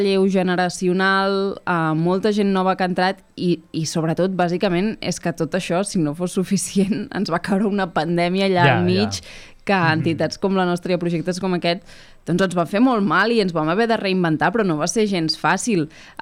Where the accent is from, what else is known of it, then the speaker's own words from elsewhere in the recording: Argentona, Catalonia, Spain; i jo sóc molt d'Argentona i per mi era una manera d'involucrar-me en el meu poble